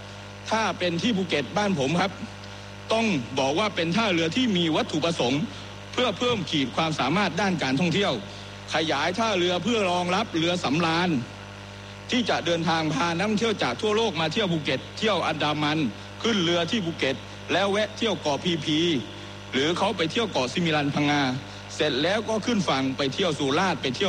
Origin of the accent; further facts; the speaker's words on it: Phuket, Thailand; ในฐานะคนภูเก็ตในฐานะคนใต้